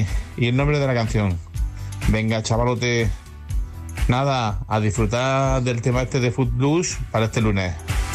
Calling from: Almería, Andalusia, Spain; desde Almería

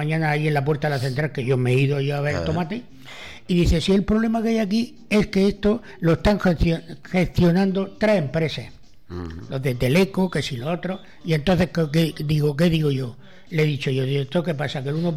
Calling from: Alcantarilla, Region of Murcia, Spain

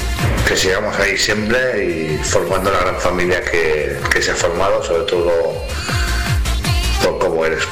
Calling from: Valencia, Valencian Community, Spain; de Valencia

